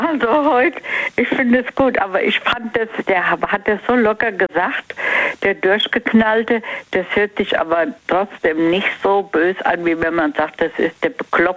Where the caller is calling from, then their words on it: Mainz, Rhineland-Palatinate, Germany; Von Mainz.